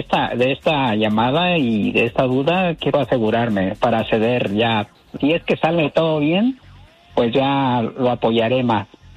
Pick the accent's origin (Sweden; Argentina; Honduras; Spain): Honduras; Así somos las hondureñas, así somos, hablamos